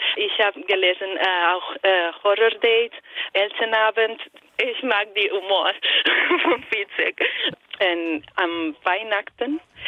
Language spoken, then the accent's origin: German; Italy; German is a second language; Ich bin Italienerin und habe Philosophie studiert.